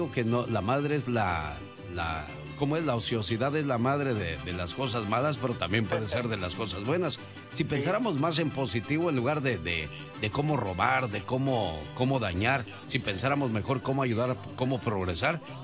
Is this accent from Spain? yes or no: no; Mexico; moved away; salí de México, pero México nunca salió de mí.